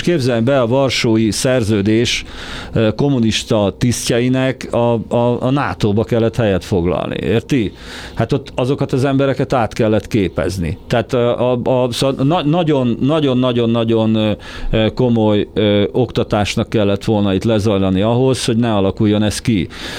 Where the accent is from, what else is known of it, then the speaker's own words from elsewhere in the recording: Hungary; én Magyarországon … de ha kimegyek Párizsba, akkor már magyar vagyok.